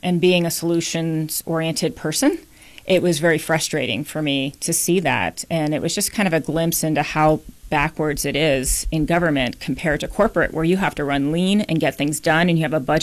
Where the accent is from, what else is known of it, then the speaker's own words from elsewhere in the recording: Philadelphia, Pennsylvania, United States; moved away as an adult; also born or lived in Florida; now in Minnesota, United States; I'm not from Minnesota originally. I'm from the Philadelphia area.